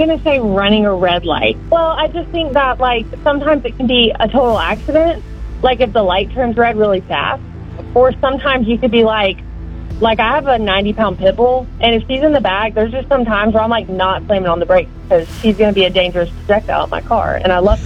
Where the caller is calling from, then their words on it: Monroe, Georgia, United States; I'm calling from Monroe, Georgia.